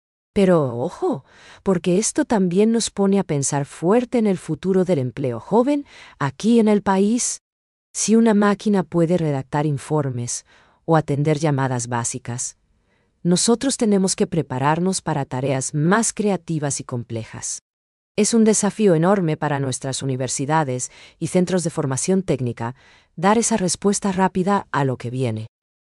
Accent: Paraguay; nosotros como paraguayos

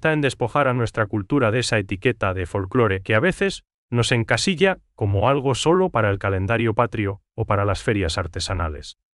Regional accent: Paraguay; nos define como paraguayos

